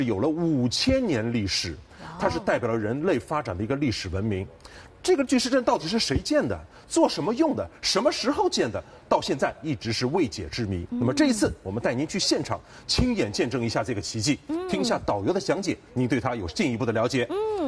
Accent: China; 我们中国人

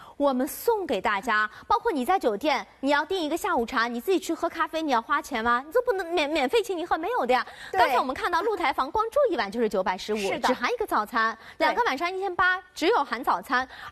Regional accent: Shanghai, China; 现在也快成我们上海人的后花园了

